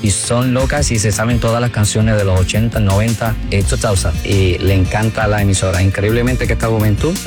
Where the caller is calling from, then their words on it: Davenport, Florida, United States; aquí desde Davenport, Florida